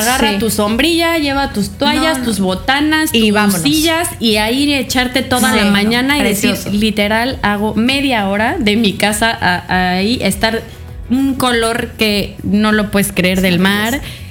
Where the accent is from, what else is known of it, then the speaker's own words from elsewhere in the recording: Mexico City, Mexico; sobre todo nosotras que venimos de la Ciudad de México, el tener la playa tan cerca decir, pues sí, voy a la playa.